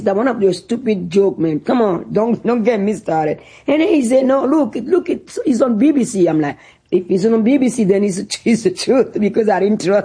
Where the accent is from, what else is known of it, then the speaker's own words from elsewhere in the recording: Benin; English is a second language; I'm still that curious little girl growing up in Benin asking relentlessly questions